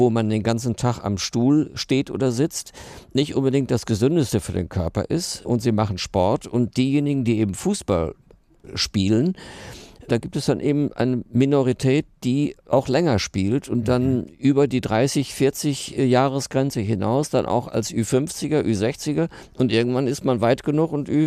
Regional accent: Herne, North Rhine-Westphalia, Germany; ich stamme aus Herne

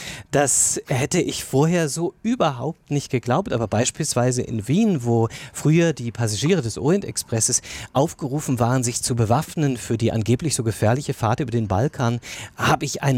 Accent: Germany; wenn ich als Deutscher auf mein Land blicke

